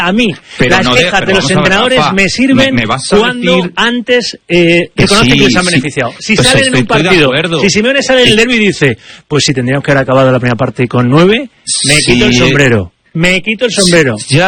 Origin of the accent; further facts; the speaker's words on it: Valencia, Valencian Community, Spain; es el equipo de mi tierra, ojalá pueda remontar